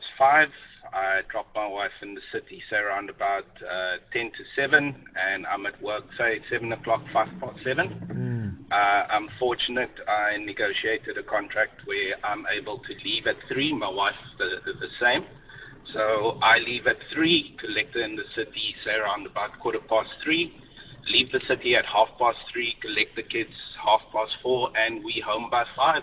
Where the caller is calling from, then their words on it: Grabouw, Western Cape, South Africa; Well, I stay in Grabo and I work out in Pardon Island.